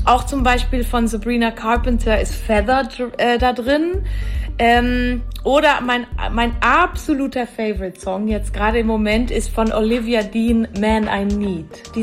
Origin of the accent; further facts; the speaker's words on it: Valais, Switzerland; ich komme ja aus dem Wallis ursprünglich